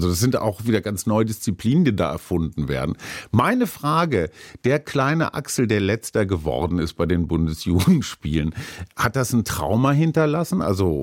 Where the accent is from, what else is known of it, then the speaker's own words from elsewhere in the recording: Münster, North Rhine-Westphalia, Germany; Also, wie gesagt, ich komme aus Münster, unsicheres Wetter.